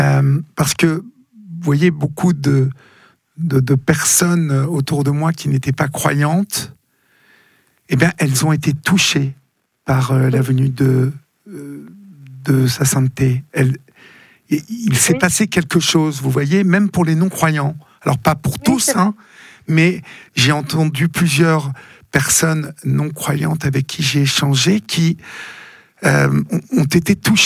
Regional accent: Paris, Île-de-France, France; Je suis parisien et donc je vois, enfin, j'habite à Paris

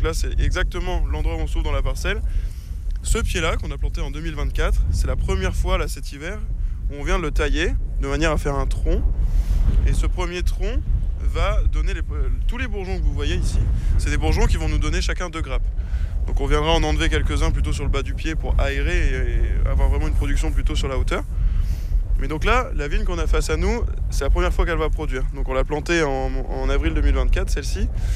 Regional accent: Hauts-de-France, France; ici dans le Nord-Pas-de-Calais, déjà c'est ma région natale

